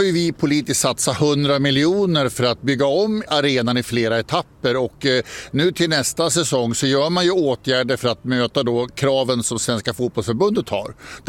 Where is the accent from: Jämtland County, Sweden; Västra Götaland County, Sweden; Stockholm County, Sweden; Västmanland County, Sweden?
Västmanland County, Sweden; Västerås; att vi som västeråsare ser till att vi använder de offentliga ytorna och njuter av vårt vackra Västerås.